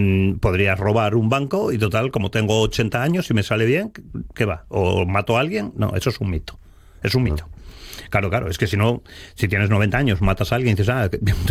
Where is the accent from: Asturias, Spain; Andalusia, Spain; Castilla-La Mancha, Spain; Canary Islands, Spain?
Asturias, Spain; Gijón; Y Miguelín es de Oviedo, yo soy de Gijón